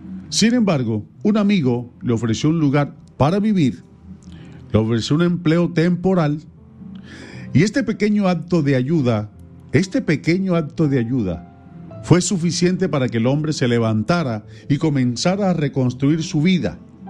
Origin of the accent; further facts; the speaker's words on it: Colombia; nos levantamos como grandes colombianos resilientes que somos.